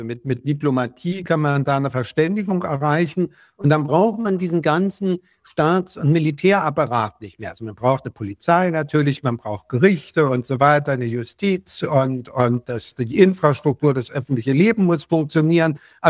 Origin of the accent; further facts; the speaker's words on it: Berlin, Germany; born there; Ich bin in West-Berlin geboren